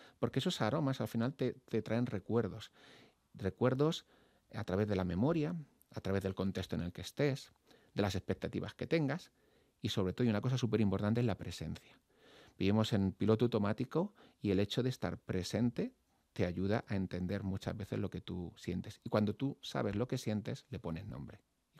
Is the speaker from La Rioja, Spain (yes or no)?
no; Castilla-La Mancha, Spain; La Tempranillo, yo que soy de La Mancha, pues me recuerda a mi tierra, ¿no? Tengo raíces